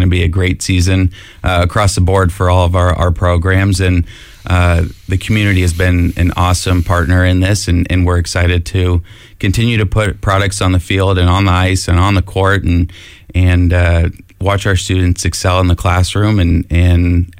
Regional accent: Arizona, United States; now in Northwest Ohio, United States; I grew up in Arizona, but my parents are from the Midwest.

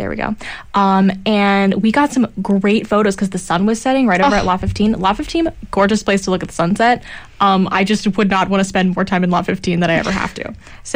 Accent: Dayton, Ohio, United States; I'm from the Dayton area.

